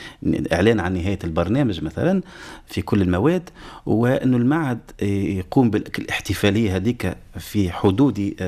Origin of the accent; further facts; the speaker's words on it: Tunisia; والا في كل الفضاءات المرتبطه بالمجال الكبير اللي هي بلادنا تونس.